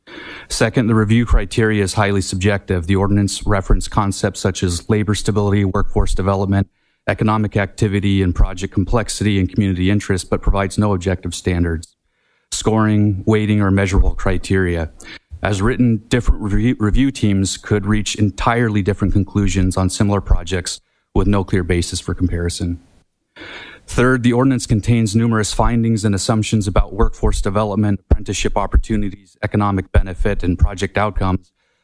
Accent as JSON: {"language": "English", "town": "Fairbanks", "region": "Alaska", "country": "United States", "tie": "born or raised there", "said": "I was born and raised in the Fairbanks North Shore Borough. For the past 2 decades, I have lived and worked in this community as a finance professional."}